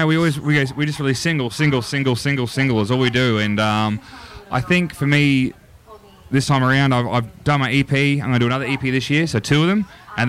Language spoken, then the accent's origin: English; Queensland, Australia; I'm from not far around from you, mate.